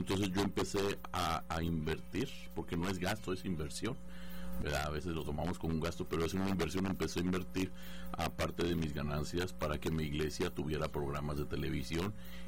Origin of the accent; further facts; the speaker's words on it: Guadalajara, Jalisco, Mexico; Pero sí, soy de Guadalajara.